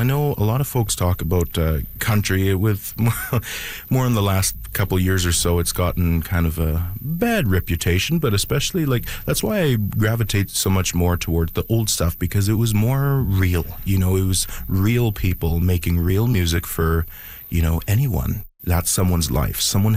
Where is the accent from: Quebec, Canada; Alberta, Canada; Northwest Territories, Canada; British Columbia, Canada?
Alberta, Canada; Sucker Creek; I'm from Sucker Creek, but Big Stone is, I have lots